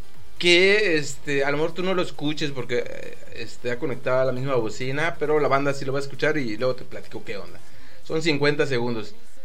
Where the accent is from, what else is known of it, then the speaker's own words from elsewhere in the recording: Yucatán, Mexico; mira, luego me andan chingando que yo no soy yucateco.